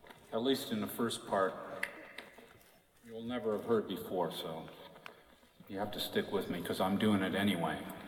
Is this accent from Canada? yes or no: yes; Canada; I'm a Canadian.